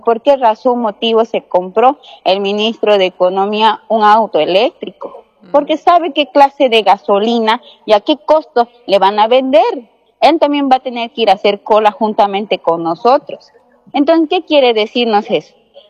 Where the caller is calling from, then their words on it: Santa Cruz, Bolivia; aquí en la zona norte de Santa Cruz, lo que es Cuatro Cañadas, Minero, Saavedra